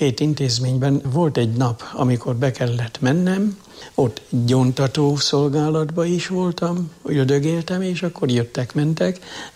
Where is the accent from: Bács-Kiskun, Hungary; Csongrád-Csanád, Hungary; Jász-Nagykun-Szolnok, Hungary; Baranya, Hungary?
Jász-Nagykun-Szolnok, Hungary; Jászárokszállás; És ami még a szülőhazám idejére visszanyúlik, ott minden első szombaton mondattak szentmisét papi hivatásokért. Na most akkor ezt elmondom. Édesanyám benne volt a tanyai világnak, a Jászárokszállási tanyai körzetnek a Rózsafűzér társulatába.